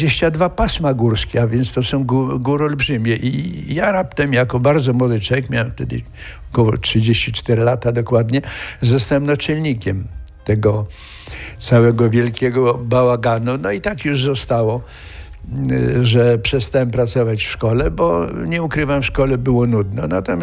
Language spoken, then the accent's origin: Polish; Giżycko, Warmian-Masurian Voivodeship, Poland; moved away as an adult; now in Szklarska Poręba, Poland; mnie wychowało jezioro Niegocin. Ja mieszkałem 5 minut w Giżycku od Niegocina. Od 11 roku życia żeglowałem.